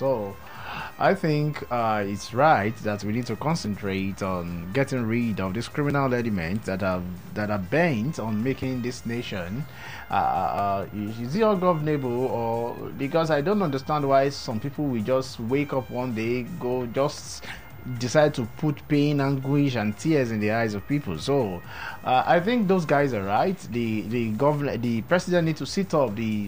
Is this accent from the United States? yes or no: no; Nigeria; as a Nigerian